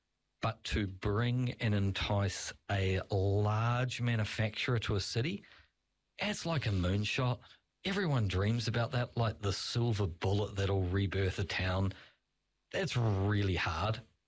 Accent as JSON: {"language": "English", "town": "Clive", "region": "Hawke's Bay", "country": "New Zealand", "tie": "born or raised there", "said": "I was born in Clive, Whakatū. I grew up at a place called the Prickle Patch, which is on the corner heading to Clive."}